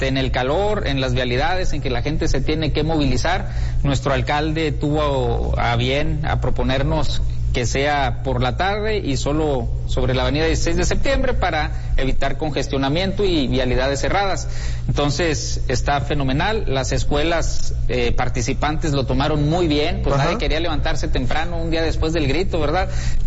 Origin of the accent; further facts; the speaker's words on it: Sabinas, Coahuila, Mexico; yo soy de Sabinas.